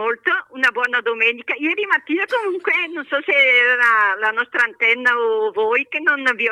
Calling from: Bienno, Lombardy, Italy; di Bienno.

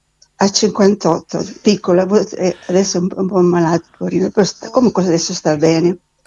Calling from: Saronno, Lombardy, Italy; Sono di Saronno

